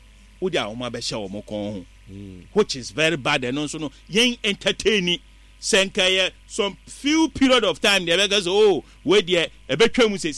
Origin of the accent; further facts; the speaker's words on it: Ghana; I'm more Ghanaian I'm a Musliman average Ghanaian including myself